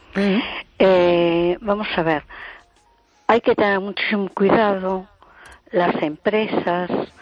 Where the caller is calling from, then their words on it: A Coruña, Galicia, Spain; de Coruña.